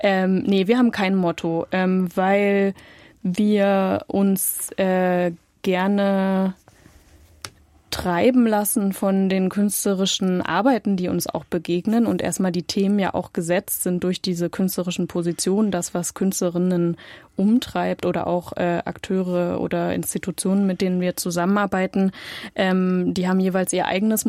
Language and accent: German; Halle, Saxony-Anhalt, Germany; eine Erinnerung an meine Jugend in Halle.